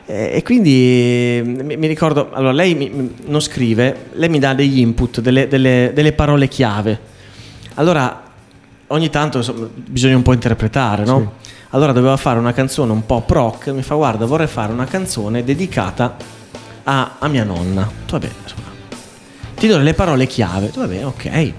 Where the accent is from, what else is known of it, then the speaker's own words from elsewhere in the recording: Ferrara, Emilia-Romagna, Italy; io sono cresciuto a Ferrara.